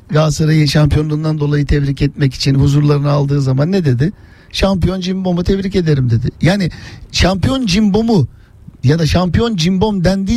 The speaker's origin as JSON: {"language": "Turkish", "region": "Istanbul", "country": "Turkey", "tie": "born or raised there", "said": "Doğma büyüme özbeöz Beşiktaş semtinin insanıyım."}